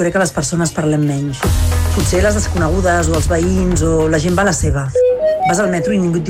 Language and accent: Catalan; Sant Llorenç Savall, Catalonia, Spain; born there; now in Barcelona, Spain; quan vaig al meu poble, Sant Llorenç Savall, tothom et saluda.